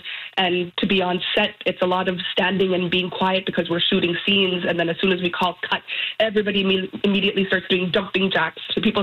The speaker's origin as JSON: {"language": "English", "region": "Northwest Territories", "country": "Canada", "said": "I come from the Western Arctic. Alethea, my co-creator and co-writer, is from the Eastern Arctic."}